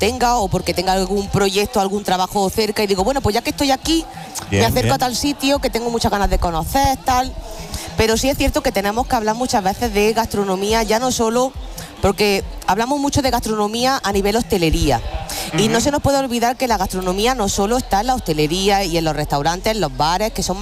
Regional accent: Guadix, Andalusia, Spain; Guadí, que es mi pueblo.

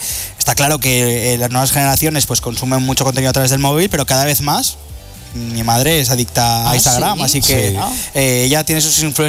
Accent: Madrid, Community of Madrid, Spain; yo que soy de Madrid, todo pasa en Madrid.

